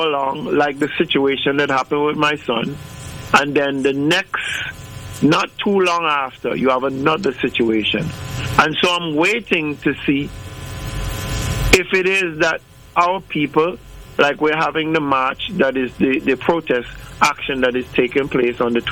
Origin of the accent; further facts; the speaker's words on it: Antigua & Barbuda; I'm from Antigua